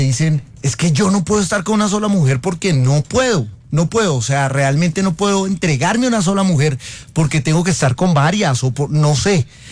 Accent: Caribbean Region, Colombia; yo soy costeño.

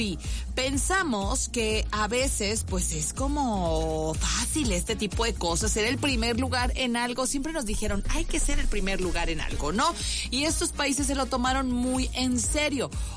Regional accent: Mexico

